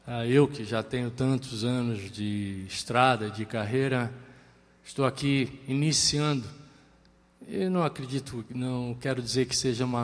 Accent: São Paulo, Brazil; born there; Tocar em São Paulo é sempre primordial, é o meu marco zero, a cidade onde nasci, onde moro, onde nasceram 4 dos meus filhos, é o meu centro geodésico

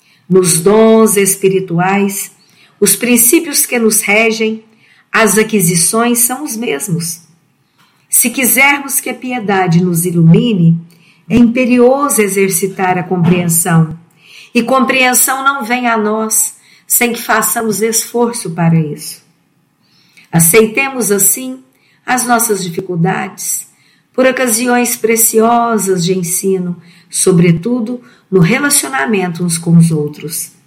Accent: Uberlândia, Minas Gerais, Brazil

